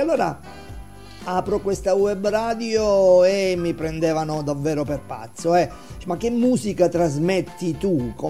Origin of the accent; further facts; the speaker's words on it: Maratea, Basilicata, Italy; born there; moved away as an adult; now in Potenza, Italy; nella città dove sono nato, a Maratea. Adesso sapete, penso proprio di sì, se non lo sapete lo ripeto, sono 4-5 mesi, ecco, che sono nella città di Potenza